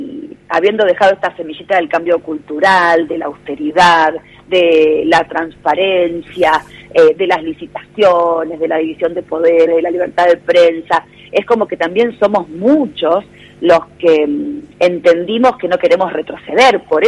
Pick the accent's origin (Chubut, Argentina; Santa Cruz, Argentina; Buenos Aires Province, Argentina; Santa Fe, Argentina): Santa Fe, Argentina; Rosario; para mí, como rosarina, como mamá, como legisladora